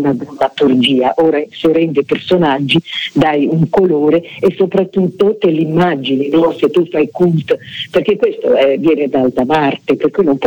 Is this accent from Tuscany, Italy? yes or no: no; Milan, Lombardy, Italy; per me che sono di Milano